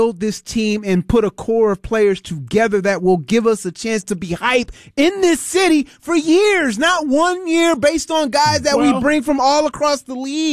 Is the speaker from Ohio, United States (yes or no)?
no; Connecticut, United States; moved away; I'm from Connecticut. I grew up a Knicks fan.